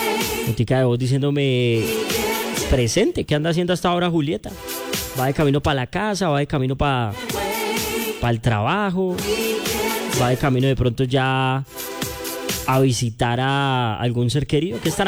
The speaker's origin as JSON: {"language": "Spanish", "country": "Colombia", "said": "todos como colombianos nos debemos sentir responsables de la democracia de este país."}